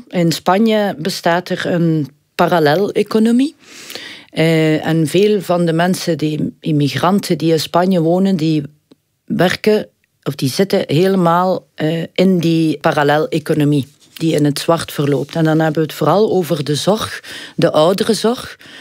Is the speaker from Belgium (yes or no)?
yes; Flanders, Belgium; moved away as an adult; now in Barcelona, Spain; Komen mijn Vlaamse, Belgische trekjes naar boven.